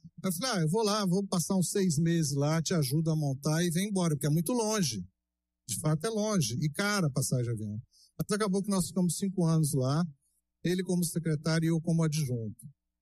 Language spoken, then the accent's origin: Portuguese; Volta Redonda, Rio de Janeiro, Brazil; moved away as an adult; also born or lived in Brasília; now in Silvânia, Brazil; eu sou de Volta Redonda, estado do Rio. Eu fiz medicina veterinária na Universidade Federal Rural do Rio de Janeiro. Me formei em 1979, fui para Brasília